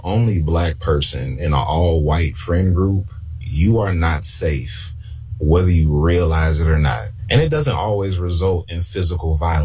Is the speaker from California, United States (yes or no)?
yes; San Diego, California, United States; also born or lived in Oakland, California; I was born in Oakland, California, in a racially diverse neighborhood, a black school, black church, and black little leagues. And I loved it. And then at 10 years old, my parents moved on up in the world. We moved to San Diego, California